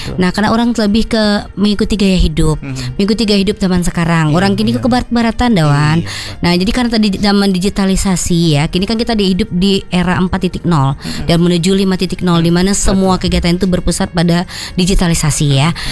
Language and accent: Indonesian; West Sumatra, Indonesia; orang kita sebagai orang Minang tetap kita bapaci ya dengan adat besan syarat-syarat besan di kitabullah. Dimanapun kita berada, orang Minang itu identik dengan Islam